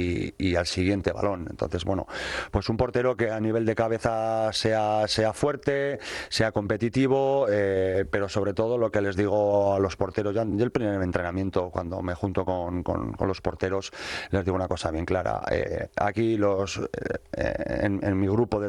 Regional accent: Irún, Basque Country, Spain; moved away; Yo soy de Irún.

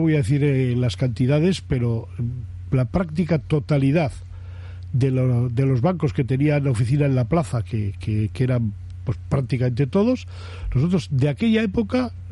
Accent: Bilbao, Basque Country, Spain; yo soy nacido en Carnicería Vieja, como te he dicho antes, y yo nunca me he planteado irme de vivir del casco viejo. Y he cambiado 5 veces de casa, pero no me planteo.

